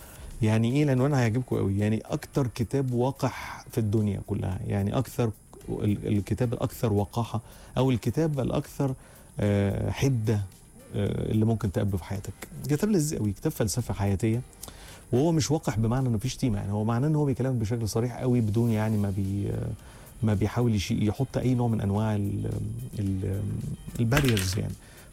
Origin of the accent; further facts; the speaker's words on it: Egypt; احنا دايما عندنا نظرة كمصريين كده عامة